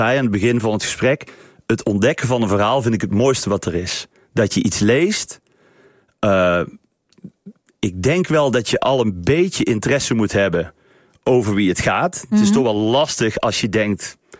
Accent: Best, North Brabant, Netherlands; Nee, maar dus ik ben super blij dat ik uit Best kom.

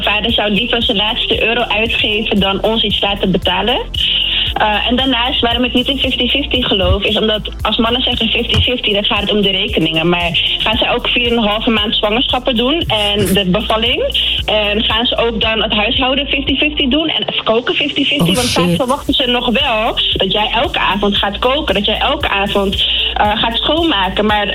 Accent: Egypt; het is ook de cultuur waar ik ben opgegroeid. Ik ben Egyptisch.

